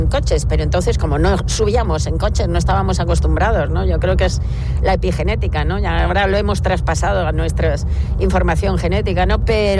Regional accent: Madrid, Community of Madrid, Spain; yo vengo de niña, soy del barrio de Cuatro Caminos, que era un barrio obrero

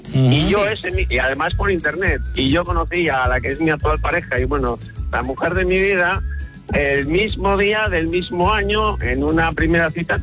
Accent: Valladolid, Castile and León, Spain; born there; now in Galicia, Spain; llevo 30 años en Galicia, pero yo nací, digamos, que en Valladolid.

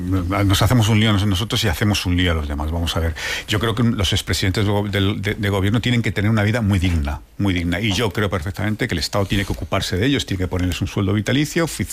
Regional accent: Spain; yo como español no quiero que un expresidente de mi país esté inv

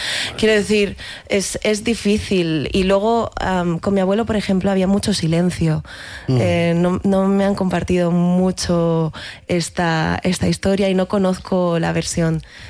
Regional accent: Barcelona, Catalonia, Spain; born there; now in Madrid, Spain; Yo nací en Barcelona, o sea, soy súper catalana, aunque muchos no quieran aceptarlo, pero llevo 14 años en Madrid, entonces tengo un popurrí de acentos que es que ni yo misma me acabo de encontrar.

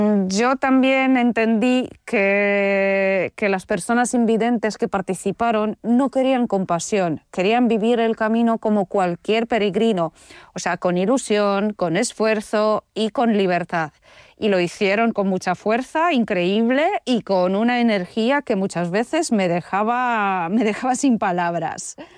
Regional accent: Poland; Spanish is a second language; moved away as an adult; now in Asturias, Spain; soy polaca y llevo muchos años viviendo en España. Bueno, justo este año cumplo la mitad de mi vida en Polonia y la otra mitad aquí en España. Ahora vivo en Asturias

